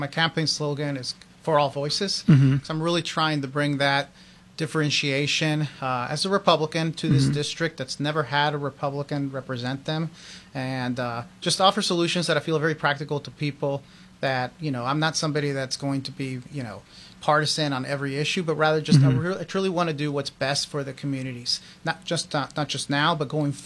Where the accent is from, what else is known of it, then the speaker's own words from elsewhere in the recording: West Lafayette, Indiana, United States; also born or lived in Buffalo, New York; grew up in Indiana, actually. And I was there because my folks worked for Purdue University. And so I grew up there in West Lafayette, which is the city that the university is in.